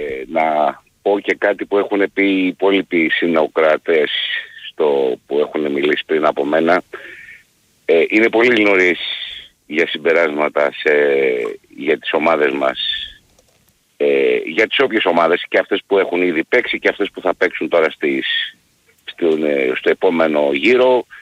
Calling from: Palaio Faliro, Attica, Greece; από το Παλαιό Φάληρο.

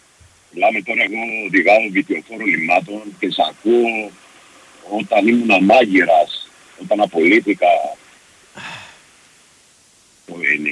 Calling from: Rhodes, South Aegean, Greece; από Ρόδο.

